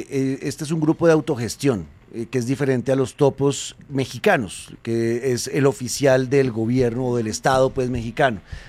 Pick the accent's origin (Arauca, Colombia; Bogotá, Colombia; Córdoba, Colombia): Bogotá, Colombia; Desde Bogotá, como capitalino, como rolo, como bogotano, me duele muchísimo ver todo lo que está ocurriendo en mi país. Soy colombiano